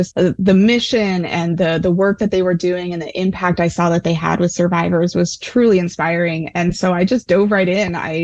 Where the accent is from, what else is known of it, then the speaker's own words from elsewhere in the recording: Phoenix, Arizona, United States; moved away as an adult; now in Tucson, United States; I'm actually born and raised in Phoenix, so not too far away from here. I moved out here after high school to become a Wildcat and go to the U